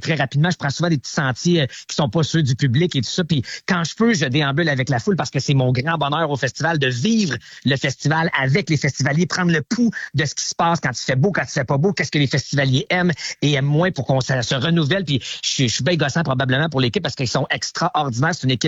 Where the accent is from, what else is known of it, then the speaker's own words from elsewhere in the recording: Gatineau, Quebec, Canada; moi, je suis originaire d'ici à Gatineau.